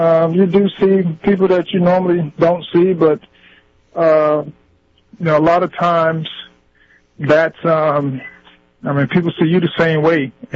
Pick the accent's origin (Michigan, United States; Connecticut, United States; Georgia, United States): Georgia, United States; Thomasville; I'm from Thomasville, Georgia.